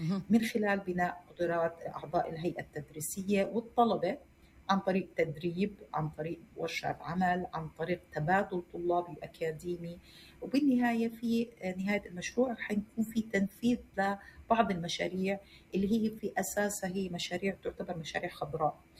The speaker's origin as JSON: {"language": "Arabic", "country": "Palestine", "said": "إحنا من فلسطين"}